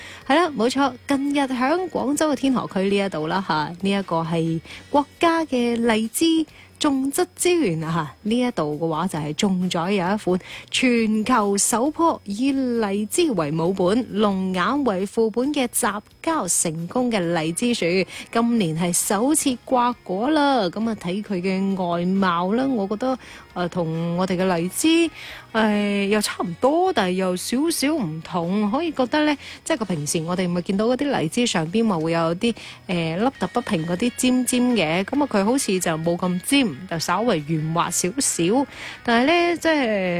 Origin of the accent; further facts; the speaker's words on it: Guangdong, China; 我哋广东人中意饮嘅凉茶啦。